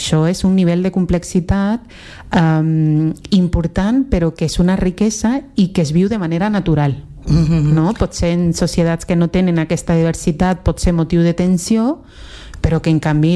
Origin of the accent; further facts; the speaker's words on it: Santa Cruz, Bolivia; Catalan is a second language; moved away as an adult; now in Catalonia, Spain; al poble, perquè jo vaig educar bona part de la meva vida en poble, estaven al costat d'una població a la reserva de l'Amboró, que és una reserva importantíssima a part de l'Amazones, el meu poble és la porta a aquesta reserva